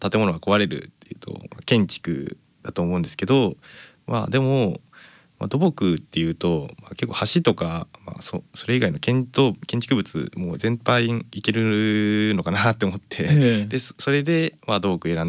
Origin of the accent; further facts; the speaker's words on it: Shizuoka, Japan; moved away; 私はあの、まあ、静岡県出身で。